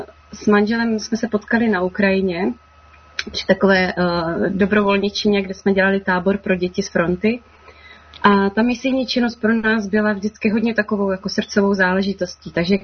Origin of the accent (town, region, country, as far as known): Brno, South Moravian Region, Czechia; born or raised there